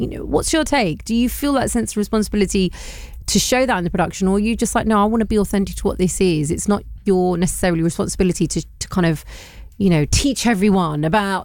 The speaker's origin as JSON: {"language": "English", "region": "London", "country": "United Kingdom", "tie": "born or raised there", "said": "Because for myself, growing up in London, the type of productions I used to come to see very much through school or university"}